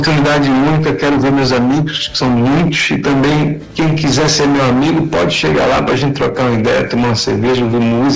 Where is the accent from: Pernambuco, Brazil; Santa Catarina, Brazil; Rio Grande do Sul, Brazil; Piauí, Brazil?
Pernambuco, Brazil; Recife; Meu pai é sertanejo, né? Eu cresci no Ibura, mas minha família veio do sertão do interior de Pernambuco.